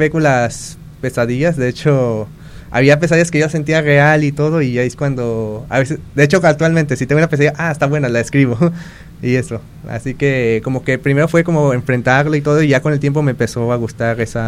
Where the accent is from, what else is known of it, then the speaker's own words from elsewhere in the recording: Guadalajara, Jalisco, Mexico; born there; also born or lived in United States / Ahuatlán; now in Bahía de Banderas, Mexico; He venido de muchas partes. Por ejemplo, nací en Guadalajara. Después me vine a Estados Unidos. Viví un tiempo en Ahuatlán y ya tengo mis años en Bahía de Banderas.